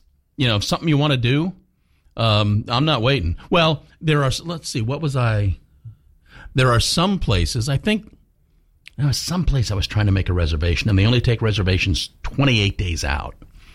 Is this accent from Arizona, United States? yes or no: no; Philadelphia, Pennsylvania, United States; born there; I was born in Philadelphia. My parents lived in Camden, New Jersey